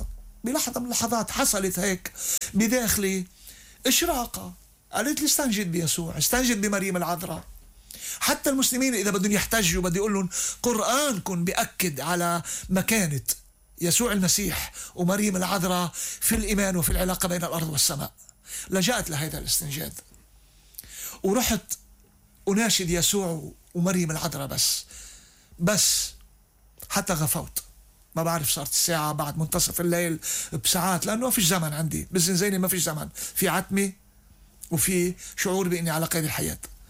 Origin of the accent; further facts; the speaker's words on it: Lebanon; أنا لبناني قبل مني مسلم، وأنا عندي لبنان قبل مكي.